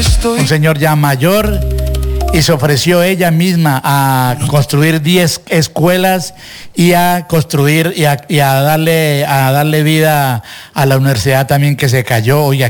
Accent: Tolima, Colombia; now in Spain; yo no soy caleño, soy del Tolima

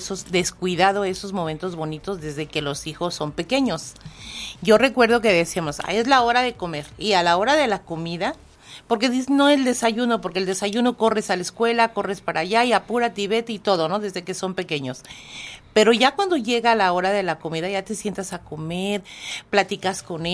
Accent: Mexico; Eso nos caracterizaba como mexicanos.

